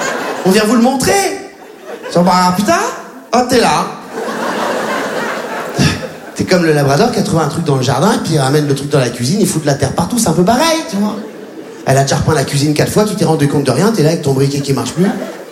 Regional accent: Réunion; Parce que moi, à l'époque, quand j'étais gamin, mes ennemis à La Réunion, c'était les surfeurs.

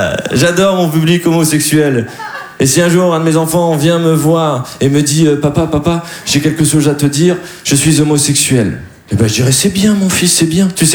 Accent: Dunkirk, Hauts-de-France, France; Eh bien, moi, je suis de Dunkerque.

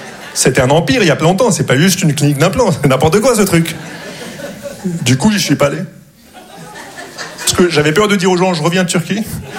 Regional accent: Casablanca, Casablanca-Settat, Morocco; Parce que moi … j'ai grandi au Maroc, mais on dirait que ma voix est doublée par un gars qui s'appelle Maximilien.

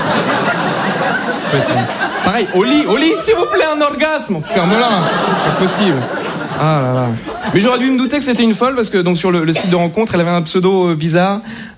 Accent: Île-de-France, France; parce que j'aime bien les Moritos et je viens de Seine-et-Marne.

